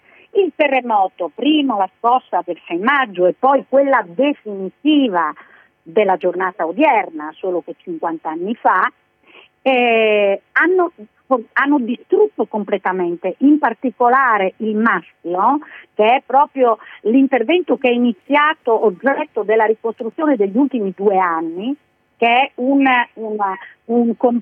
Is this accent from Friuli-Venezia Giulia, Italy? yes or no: yes; Friuli-Venezia Giulia, Italy; di muradors, come giustamente si dice dalle nostre parti